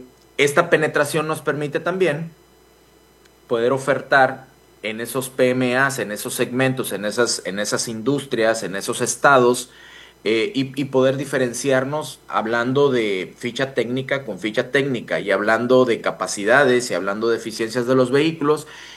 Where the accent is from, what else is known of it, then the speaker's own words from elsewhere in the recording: Mexico; Entonces, si hablamos de marcas de donde nosotros salimos, nuestras universidades como ingenieros mexicanos van en conjunto con estas marcas